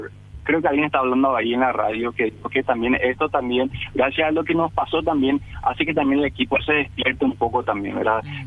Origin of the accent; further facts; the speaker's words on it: Encarnación, Itapúa, Paraguay; now in Lambaré, Paraguay; Nosotros somos de Encarnación, pero vivimos en Lambaré, hace añares.